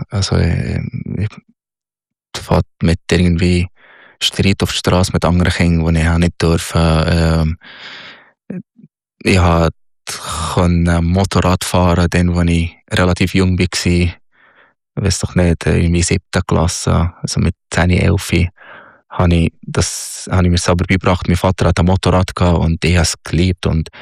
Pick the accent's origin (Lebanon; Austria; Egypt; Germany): Egypt; Minya, Minya Governorate; German is a second language; now in Switzerland; Ich bin im Oberägypten aufgewachsen, am Nildelta. In Elmenia, das ist 3 Stunden südlich von Kairo, die Hauptstadt. In einem sehr traditionelles Dorf, sozusagen, aber Dorf.